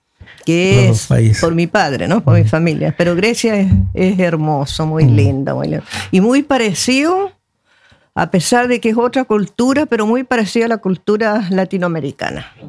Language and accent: Spanish; Tocopilla, Antofagasta, Chile; born there; moved away; El recuerdo más lindo que tengo yo de Chile, de Tocopilla, bueno, la gente, el barrio donde yo nací, aunque me vine muy joven